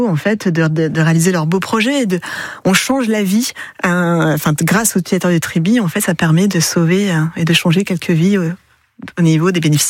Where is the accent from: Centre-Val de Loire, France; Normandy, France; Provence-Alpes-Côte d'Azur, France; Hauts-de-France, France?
Hauts-de-France, France; parce que je suis originaire du Nord, mais j'étais faire ma dernière année, mes premiers postes à Paris. Je suis revenue